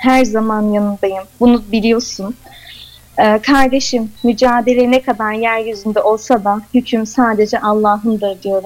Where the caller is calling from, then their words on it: Istanbul, Turkey; İstanbul'dan katılıyorum.